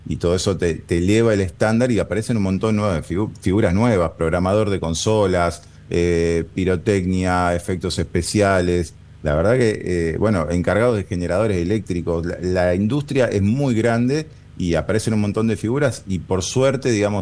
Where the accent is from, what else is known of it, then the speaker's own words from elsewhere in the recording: Rosario, Santa Fe, Argentina; moved away; also born or lived in Buenos Aires; yo soy de Rosario y tuve que irme a vivir a Buenos Aires para poder estudiar.